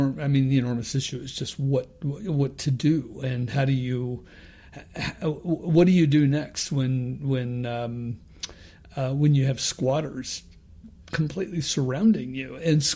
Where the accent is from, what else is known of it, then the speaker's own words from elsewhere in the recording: Wichita, Kansas, United States; So I grew up in Kansas, in Wichita, and these books were all around when I was a kid